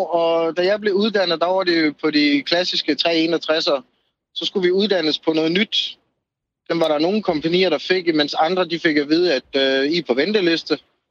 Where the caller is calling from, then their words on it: Haderslev, Region of Southern Denmark, Denmark; Jeg er fra Haderslev.